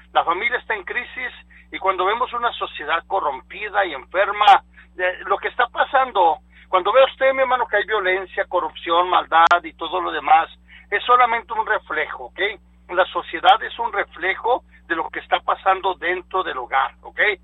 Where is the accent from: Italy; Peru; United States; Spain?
United States; Pennington, Texas; Soy de Pennington, Texas, 806-202-1215.